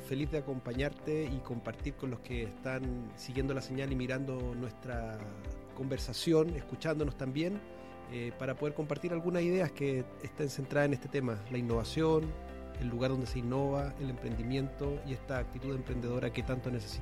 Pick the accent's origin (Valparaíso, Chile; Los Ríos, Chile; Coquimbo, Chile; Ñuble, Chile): Valparaíso, Chile; yo soy por un lado oriundo de la zona, soy porteño, wanderino